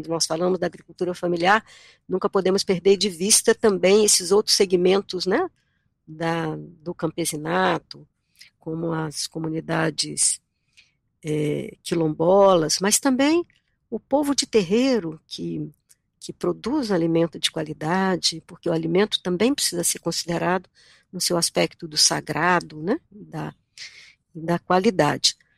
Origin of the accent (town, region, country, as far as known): Minas Gerais, Brazil